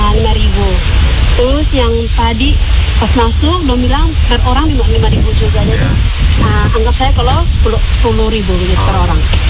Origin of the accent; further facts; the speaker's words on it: Alor, East Nusa Tenggara, Indonesia; Dari Alor, tinggalnya di Selamat Jalan.